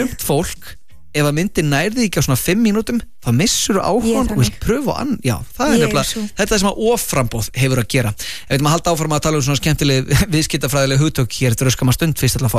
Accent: Vestmannaeyjar, Southern Region, Iceland; Ég er frá Vestmannum og fekk að skipta reykja ykkur ángir sem það kom tímabil.

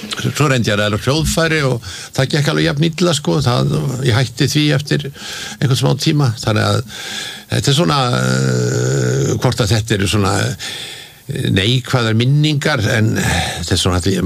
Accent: Reykjavik, Capital Region, Iceland; Já, ég sko alveg upp í Laugarneskverfinu og hérna bjóð þar þegar ég var ungur maður og ég man eftir mér þar fyrst í Sigtúni 35

